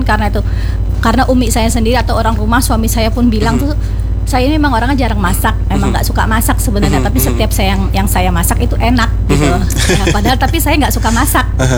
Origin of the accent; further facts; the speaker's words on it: Indonesia; Bukan marga. Kan saya asli Indonesia